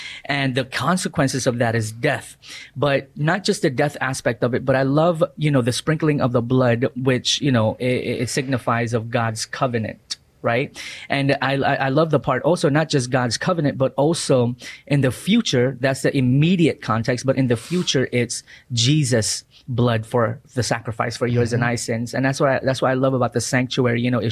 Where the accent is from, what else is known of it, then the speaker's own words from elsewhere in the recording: Philippines; as a Filipino, you know, my parents wanted me to be a nurse.